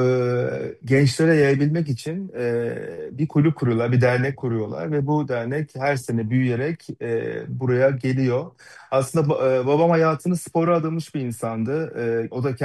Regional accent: Istanbul, Turkey; Hem bir İstanbullu olarak hem de yüzme sporuna gönül vermiş biri olarak buna şahitlik etmekten mutluluk duyuyorum.

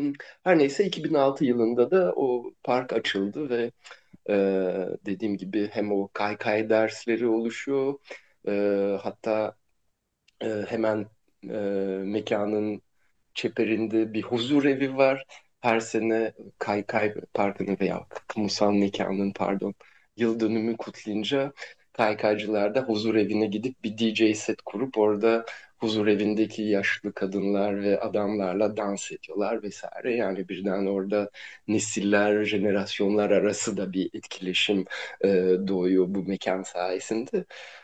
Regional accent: Ankara, Turkey; also born or lived in Brussels, Belgium; now in Istanbul, Turkey; Evet, ben Brüksel'de doğdum, sonra 5 yaşımda Ankara'ya taşındım

